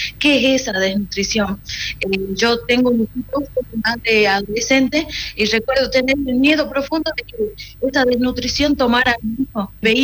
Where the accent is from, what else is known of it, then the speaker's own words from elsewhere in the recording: Santa Victoria Este, Salta, Argentina; moved away as an adult; Bueno, yo soy de la localidad de Santa Victoria Este